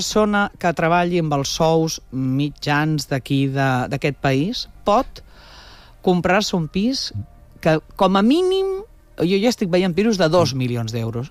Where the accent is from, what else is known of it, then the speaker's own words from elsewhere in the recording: Barcelona, Catalonia, Spain; El meu barri, que cada vegada quedem menys barcelonins